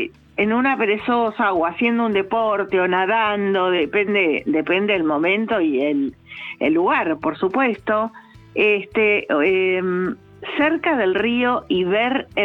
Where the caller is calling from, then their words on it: Acassuso, Buenos Aires Province, Argentina; de Acasus.